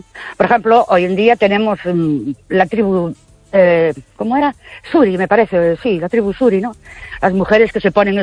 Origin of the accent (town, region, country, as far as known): Ourense, Galicia, Spain